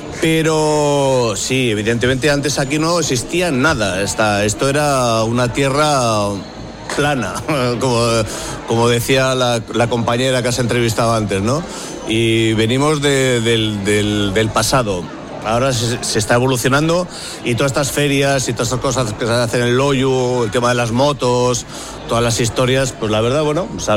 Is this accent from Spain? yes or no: yes; Loiu, Basque Country, Spain; first language Basque; Spanish is a second language; Estoy en mi pueblo